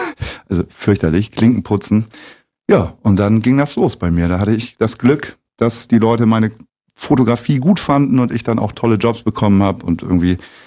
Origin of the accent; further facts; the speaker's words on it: Lower Saxony, Germany; now in Zeuthen, Germany; Ich bin Brandenburger, Wahlbrandenburger. Ich wohne seit jetzt 6 Jahren in Zeuthen